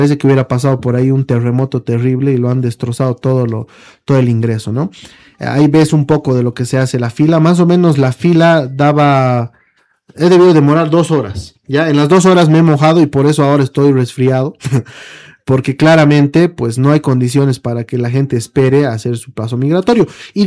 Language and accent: Spanish; Bolivia; Esto es lo que nosotros recibimos como ciudadanos bolivianos, donde deberíamos sentar soberanía en una buena presencia.